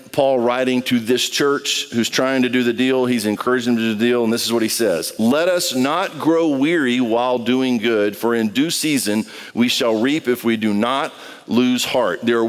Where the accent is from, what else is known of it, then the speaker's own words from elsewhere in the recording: Brazil; I grew up in Brazil, so that's coffee.